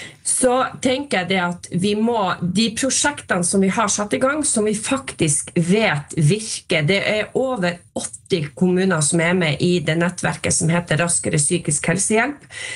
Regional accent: Nordland, Norway; jeg kommer selv fra Nordland.

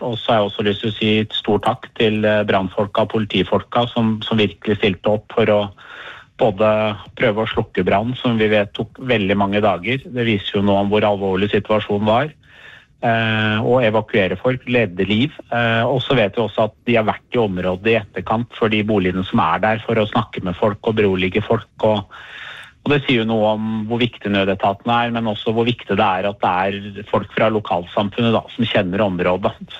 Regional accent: Drammen, Buskerud, Norway; Jeg gjør meg stolt som drammenser

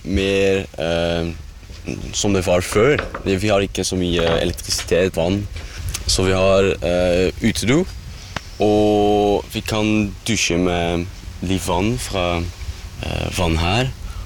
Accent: Netherlands; now in Norway; men også fra Nederland som jeg kommer fra

